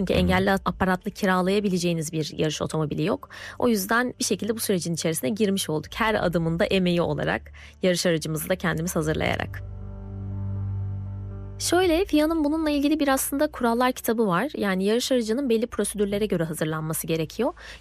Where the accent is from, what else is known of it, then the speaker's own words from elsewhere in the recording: Bursa, Turkey; born there; Bursa'da yaşıyorum. Bursa doğumluyum.